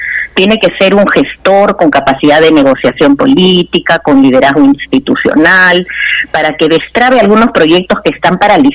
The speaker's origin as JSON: {"language": "Spanish", "town": "Lamas", "region": "San Martín", "country": "Peru", "moved": "yes", "lives_now": "Lima, Peru", "said": "yo te digo que hace más de 20 años yo emigré de Lamas hacia Lima, pero nunca dejé de tener el contacto"}